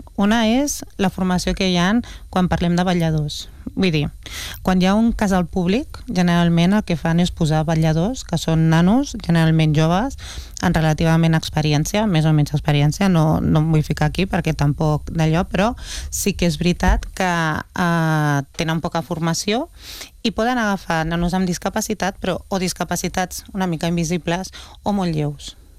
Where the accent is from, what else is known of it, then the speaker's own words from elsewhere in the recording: Montcada i Reixac, Catalonia, Spain; Jo sóc de Montcada